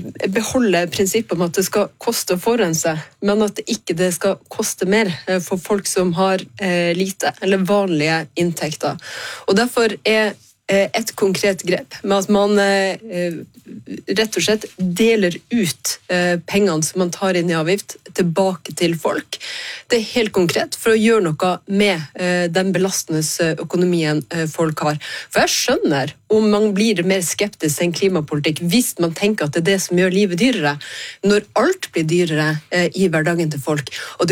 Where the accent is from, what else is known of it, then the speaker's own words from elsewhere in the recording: Finnmark, Norway; Jeg er fra Finnmark, jeg skjønner det her.